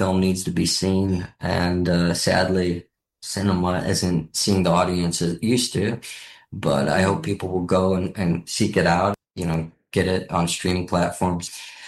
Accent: Cleveland, Ohio, United States; In fact, it's a world that I came from. I grew up in the Rust Belt in Cleveland. So, you know, I grew up at a time where the auto industry was running away

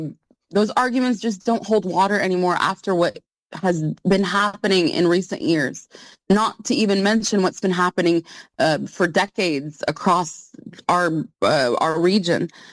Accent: United States; Yes, I do speak in English. I was raised in the United States, but I'm Southern Lebanese. I have been raised as a Southern Lebanese person

